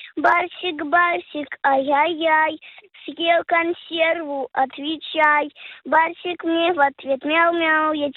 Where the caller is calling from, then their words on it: Saint Petersburg, Russia; Из Питера.